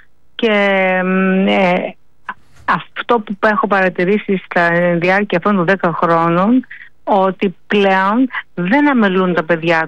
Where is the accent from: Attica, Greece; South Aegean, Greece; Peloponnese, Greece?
South Aegean, Greece; Filoti; Από το Φιλότι στην Άξου